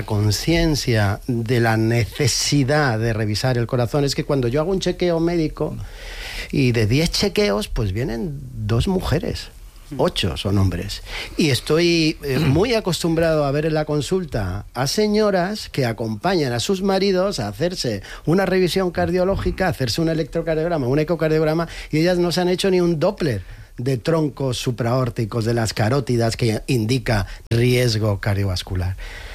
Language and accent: Spanish; Jaén, Andalusia, Spain; En mi tierra, en Jaén, me regañaron un día porque no dije aceite de oliva virgen extra.